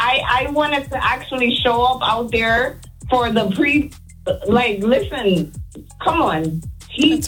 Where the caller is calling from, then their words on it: New York City, New York, United States; I'm from Brooklyn, actually.